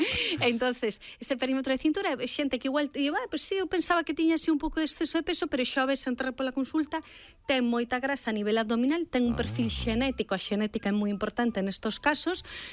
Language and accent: Galician; Galicia, Spain; Vou che responder como moi galega.